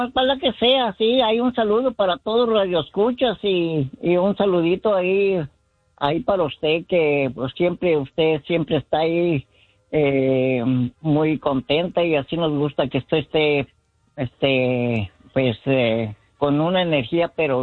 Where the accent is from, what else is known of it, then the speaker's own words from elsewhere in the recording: Casimiro Castillo, Jalisco, Mexico; moved away as an adult; Mire, yo soy del estado de Jalisco, de Casimiro Castillo, Jalisco.